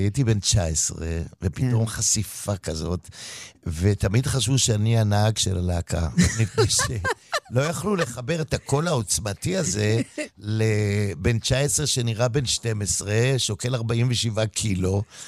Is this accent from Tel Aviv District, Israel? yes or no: yes; Tel Aviv, Tel Aviv District, Israel; אני גדלתי לברכי הבוהמה התל אביבית, אני גדלתי בקסית